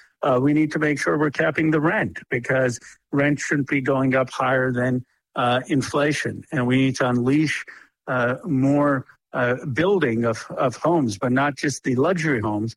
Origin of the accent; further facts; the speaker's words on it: Pennsylvania, United States; That used to be the American dream when I was growing up in Bucks County, Pennsylvania.